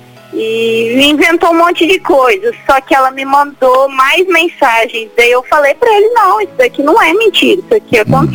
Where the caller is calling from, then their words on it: Pará, Brazil; Eu falo do Pará.